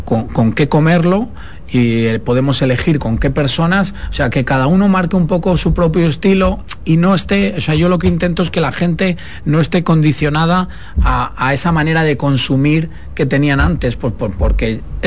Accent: Spain; con nuestro estilo de España

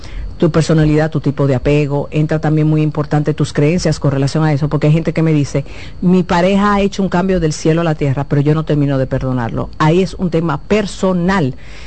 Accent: Dominican Republic; soy muy dominicano

